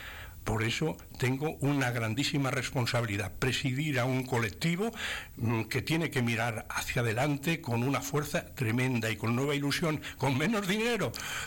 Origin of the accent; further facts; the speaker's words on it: Segovia, Castile and León, Spain; somos segovianos en el mejor sentido de la palabra. Yo, señor, soy de Segovia, y eso imprime carácter y calidad y dignidad.